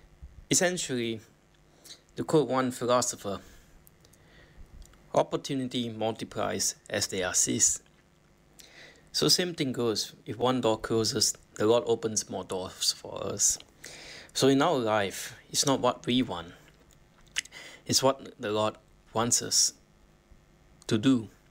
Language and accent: English; Malacca, Malaysia; moved away as an adult; now in Singapore; without Him, I would not be working in Singapore. I was originally from Malacca.